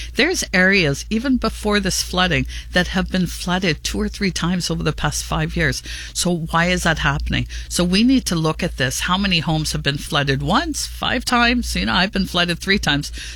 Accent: Lincoln, Ontario, Canada; You know, I've lived and worked in this community my whole entire life. Lincoln has been my home. I raised my children here.

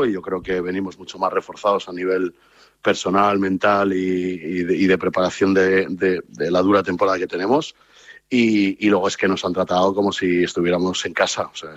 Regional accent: San Sebastián, Basque Country, Spain; yo crecí con, desgraciadamente, y joder, yo soy de San Sebastián, ya lo sabéis, allí no había un primer equipo de primera división

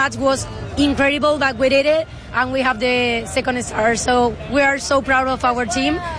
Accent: Malaga, Andalusia, Spain; English is a second language; now in Washington, United States; I'm from Malaga, but I work right now in DC.

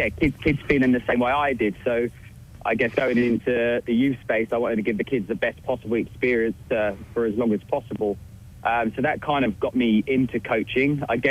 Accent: Portsmouth, South East England, United Kingdom; moved away as an adult; now in Sydney, Australia; Yeah, so I'm originally from England, Portsmouth.

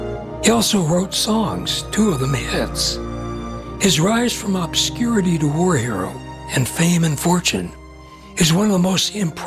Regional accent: Texas, United States; I am one Texan boy who never had a pair of cowboy boots. I'm one native-born and native-bred American male who actually doesn't know the rules of our national pastime, baseball.

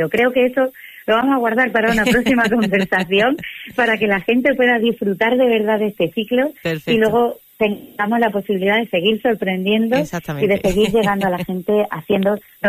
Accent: Extremadura, Spain; nuestra herencia como extremeños

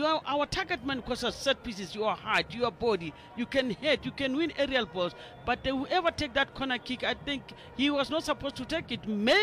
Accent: Pretoria, Gauteng, South Africa; I come from Pretoria.

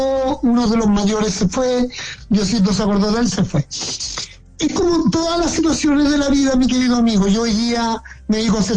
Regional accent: Chile; pasaban muchas cosas por la cabeza de nosotros como mineros chilenos

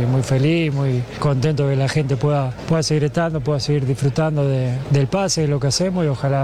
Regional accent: Argentina; demuestra cada día lo que somos como argentinos

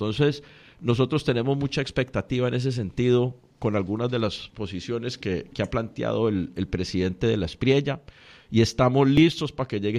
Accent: Cali, Valle del Cauca, Colombia; estamos haciendo un llamado a la ciudadanía a que nos sintamos orgullosos como caleños.

